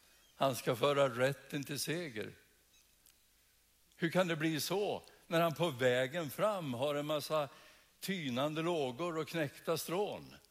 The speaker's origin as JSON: {"language": "Swedish", "town": "Sala", "region": "Västmanland County", "country": "Sweden", "said": "Jag är från Sala, jag bor i Sala."}